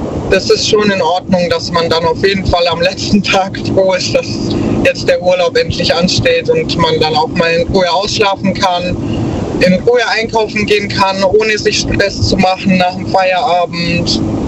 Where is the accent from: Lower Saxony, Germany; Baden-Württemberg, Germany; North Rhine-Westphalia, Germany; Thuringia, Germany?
Baden-Württemberg, Germany; Ulm; Ich bin sehr gerne auch in meiner Heimat. Ich bin ja hier in Ulm auch geboren und ich bin super gerne hier.